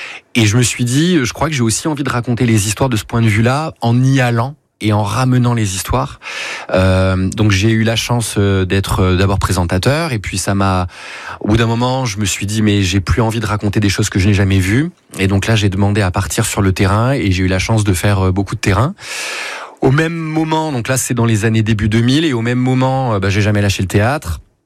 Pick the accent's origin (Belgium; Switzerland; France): France; Bordeaux, Nouvelle-Aquitaine; Nous, on est de Bordeaux.